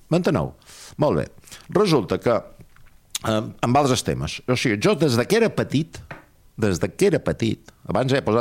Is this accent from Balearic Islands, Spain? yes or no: yes; Balearic Islands, Spain; Jo som mallorquí, també.